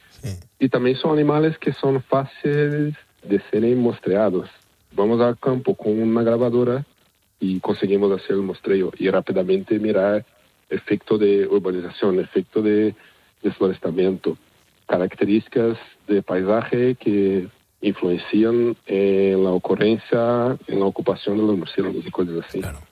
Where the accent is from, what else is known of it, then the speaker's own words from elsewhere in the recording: Brazil; Spanish is a second language; Yo estaba en máster en Brasil, yo soy brasileño.